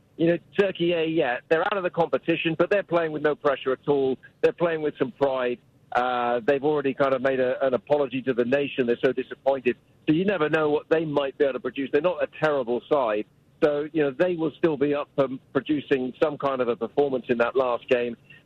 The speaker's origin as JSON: {"language": "English", "region": "England", "country": "United Kingdom", "moved": "as an adult", "lives_now": "United States", "said": "Well, home advantage always counts, and I say that as an Englishman, you know, who now lives and works in America"}